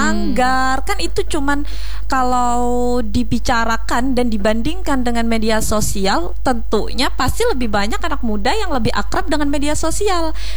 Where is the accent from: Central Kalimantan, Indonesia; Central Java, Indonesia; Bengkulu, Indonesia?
Central Kalimantan, Indonesia; kita kalau di luar kita ngomongnya pakai bahasa Dayak Ngaju, pakai bahasa Banjar.